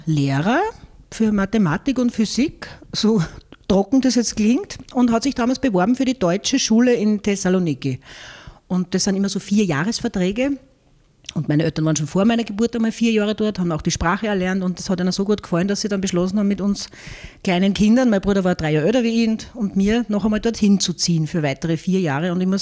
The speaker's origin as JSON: {"language": "German", "town": "Linz", "region": "Upper Austria", "country": "Austria", "tie": "born there", "also_born_or_lived": "Greece", "said": "dann ging es nach Linz"}